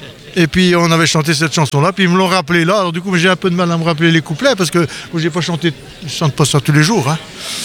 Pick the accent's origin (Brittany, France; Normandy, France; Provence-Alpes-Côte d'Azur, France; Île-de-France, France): Brittany, France; Plouharnel; Je suis d'Auray, moi, dans la région d'Auray. Enfin, je suis de Clouarnel, près de Carnac